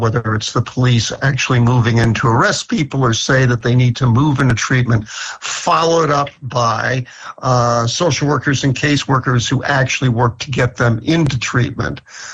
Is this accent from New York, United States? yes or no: yes; New York City, New York, United States; born or raised there